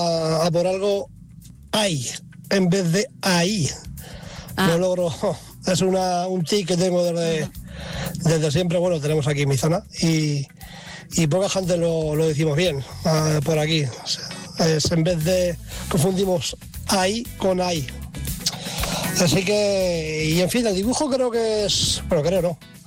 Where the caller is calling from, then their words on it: Iniesta, Spain; de Iniesta, aquí de guardia.